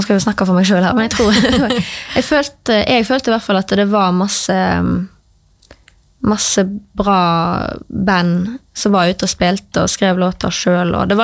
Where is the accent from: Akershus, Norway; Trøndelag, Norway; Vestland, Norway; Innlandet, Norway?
Vestland, Norway; Kvinnherad; Jeg kom jo fra Kvinnherad og kjente jo ingen.